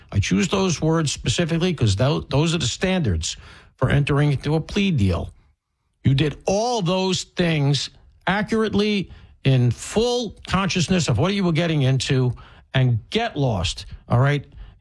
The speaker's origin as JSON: {"language": "English", "town": "Brooklyn", "region": "New York", "country": "United States", "tie": "born or raised there", "also_born_or_lived": "Flatbush", "said": "I was born in Flatbush, spent a lot of my childhood in Brooklyn."}